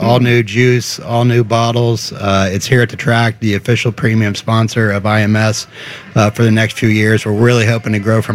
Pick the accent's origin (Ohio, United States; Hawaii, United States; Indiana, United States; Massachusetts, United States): Indiana, United States; Tipton; I mean, I'm from Tipton, Indiana, so I've always been a part of the 500.